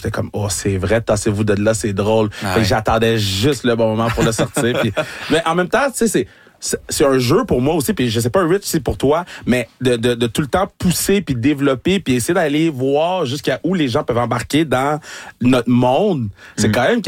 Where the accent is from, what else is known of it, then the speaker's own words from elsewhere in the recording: Laval, Quebec, Canada; ça me rappelle Montréal ou ça me rappelle Laval parce que je viens de Laval, Laval ou rien.